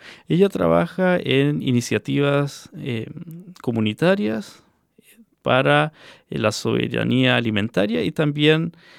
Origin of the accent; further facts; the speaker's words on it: Chile; a mí me cuesta, como chileno que estoy al otro lado del mundo, ¿no?